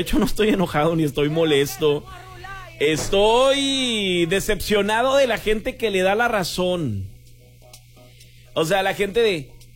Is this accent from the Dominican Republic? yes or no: no; Piedras Negras, Coahuila, Mexico; ¿cuándo han dicho Piedras Negras es el mejor lugar para vacacionar? Nunca, nunca nos hemos vendido como un lugar turístico. Nos hemos vendido como un lugar seguro, como un lugar tranquilo, como un lugar donde la gente es feliz.